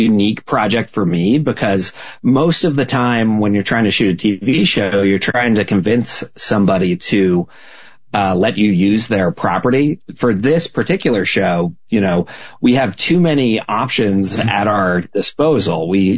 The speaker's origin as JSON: {"language": "English", "region": "New England", "country": "United States", "tie": "born or raised there", "also_born_or_lived": "New York City", "moved": "yes", "said": "I grew up in New England and I've spent most of my career in New York City. And I've spent time in Florida"}